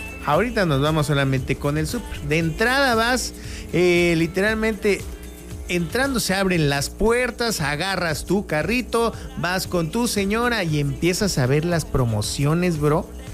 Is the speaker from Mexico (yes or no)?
yes; Chiapas, Mexico